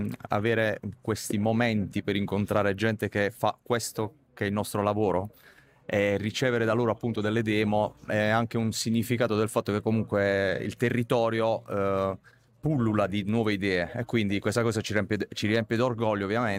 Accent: Bari, Apulia, Italy; Noi veniamo da Bari

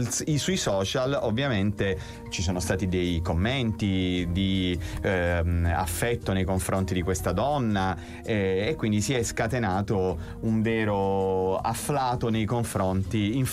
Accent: Southern Italy, Italy; anche giù da noi nel sud

